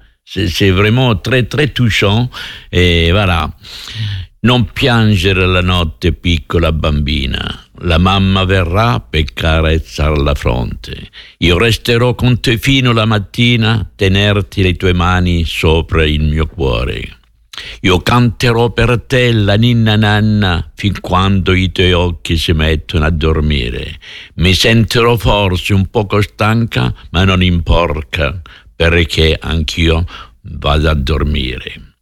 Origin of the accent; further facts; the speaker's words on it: Italy; now in France; je suis italien. J'étais italien. Ça m'a coûté cher pour être français.